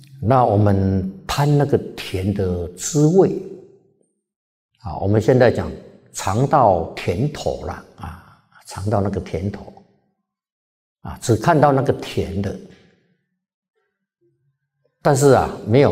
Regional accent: China; 所以我们中国这些成语谚语都充满了智慧，啊，所以身为中国人啊，是很有福报的

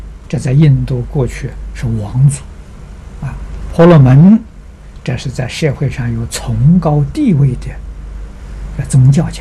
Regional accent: China; 我们中国人

